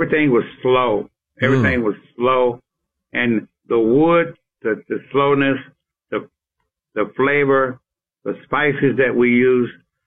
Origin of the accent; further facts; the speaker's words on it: Nacogdoches, Texas, United States; my mom and the family moved to Nacogdoches when I was 2 years old.